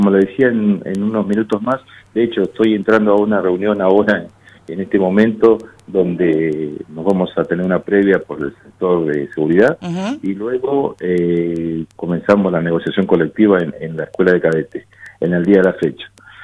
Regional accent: Caleta Olivia, Santa Cruz, Argentina; yo soy de Caleta

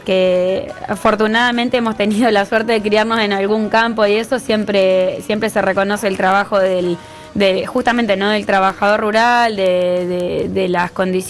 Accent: Perito Moreno, Santa Cruz, Argentina; Yo me crié con los Vázquez en Perito Moreno.

